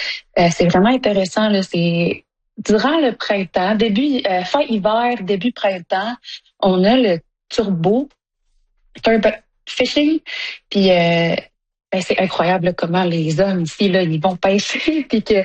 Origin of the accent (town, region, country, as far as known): Sept-Îles, Quebec, Canada; born or raised there; moved away as an adult; now in Iqaluit, Canada